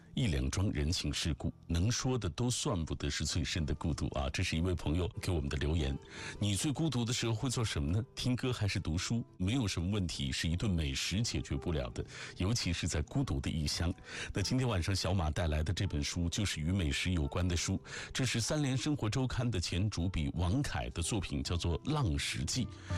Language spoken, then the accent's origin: Chinese; Northwest China, China; 你知道我是西北人啊？